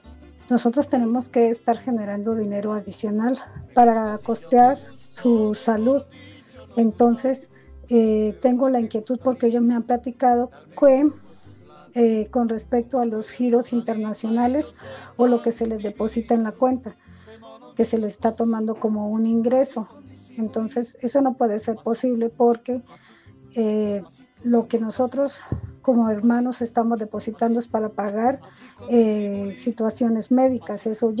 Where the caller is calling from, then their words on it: Toluca, State of Mexico, Mexico; Estoy en Toluca, México